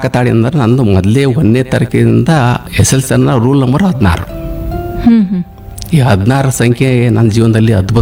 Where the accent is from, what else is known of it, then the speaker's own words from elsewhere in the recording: Raichur district, Karnataka, India; also born or lived in Ilkal; now in Belagavi, India; ಅಲ್ಲಿಂದ ನಮ್ಮ ತಂದೆ ತಾಯಿಯವರು ರಾಯಚೂರು ಜಿಲ್ಲೆಗೆ ಹೋಗಿಬಿಟ್ರು. ಅಲ್ಲಿ ಆ ಥರ ತುಂಗಭದ್ರೆ ಡ್ಯಾಮ್ ಕಟ್ತಾ ಇದ್ರು ನೋಡ್ರಿ. ಅಲ್ಲಿ ನಾನು ವಿದ್ಯಾಭ್ಯಾಸ ಎಲ್ಲ ಅಲ್ಲೇ ಆಯ್ತು